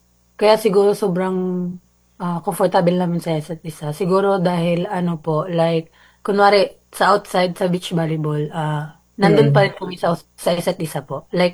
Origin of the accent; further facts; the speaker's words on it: Magsaysay, Northern Mindanao, Philippines; I'm from Magsaysay, Misamis Oriental po.